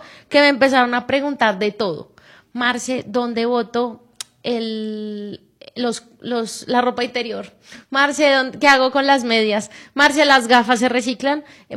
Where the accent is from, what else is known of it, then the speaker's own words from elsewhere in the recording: Bogotá, Colombia; De Bogotá, soy de Bogotá, Colombia, un país muy hermoso también.